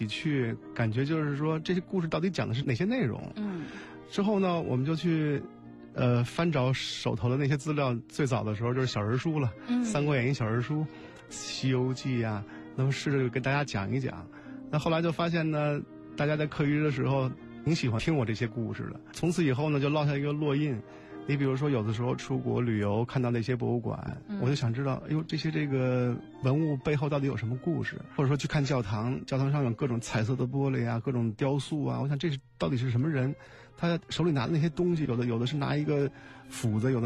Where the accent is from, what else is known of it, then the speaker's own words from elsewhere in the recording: Beijing, China; 我是从小在这个海淀区这边长大的